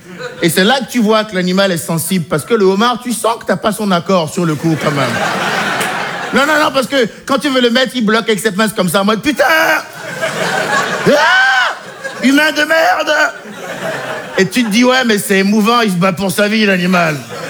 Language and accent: French; Benin; born or raised there